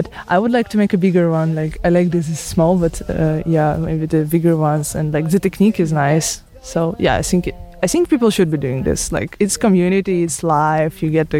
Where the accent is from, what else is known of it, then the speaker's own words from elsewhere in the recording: Odesa, Odesa Oblast, Ukraine; I'm from Ukraine, from Odessa, and I was in Slovakia in June